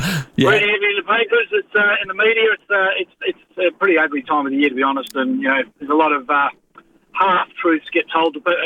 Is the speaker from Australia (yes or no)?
yes; Bendigo, Victoria, Australia; Yeah, I grew up in the Carlton zone. I live in a farm just out of Bendigo, and played sort of in underage squads and stuff with Carlton, and finished my high school schooling in Bendigo